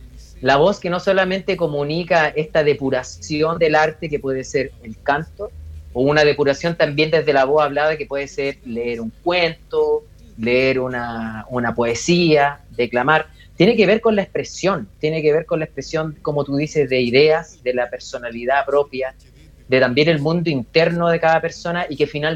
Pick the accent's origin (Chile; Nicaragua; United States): Chile; como muchos chilenos y chilenas.